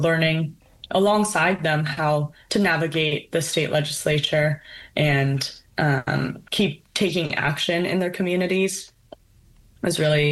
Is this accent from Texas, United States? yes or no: no; San Francisco, California, United States; moved away as an adult; also born or lived in Vermont / Grand Canyon; now in Anchorage, United States; Growing up in San Francisco, it's a city, but it's a geographically small city with a lot of access to going to the beach and getting out into the hills and the forests all around.